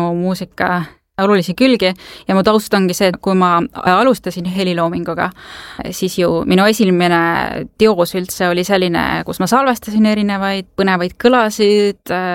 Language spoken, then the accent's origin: Estonian; Kärdla, Hiiu County, Estonia; See oli siis Hiiumalt, kus ma pärit olen Kärdla muusikakoolis